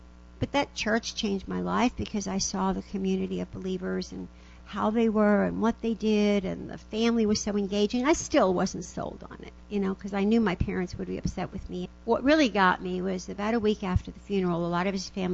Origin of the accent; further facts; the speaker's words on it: New York, United States; In New York, growing up in Judaism, you go to the synagogue, and the women sit on one side, the men sit on another side